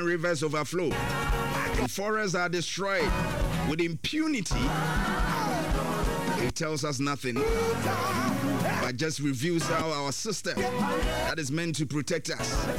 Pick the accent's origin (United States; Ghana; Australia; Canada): Ghana